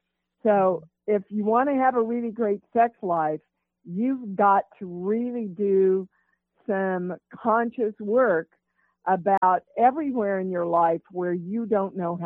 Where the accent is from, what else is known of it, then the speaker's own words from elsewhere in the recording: Kansas, United States; I come from Kansas, and I was taught you never say how good you are.